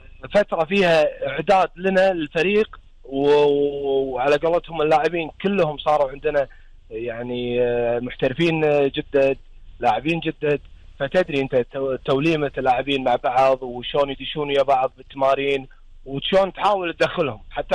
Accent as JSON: {"language": "Arabic", "country": "Kuwait"}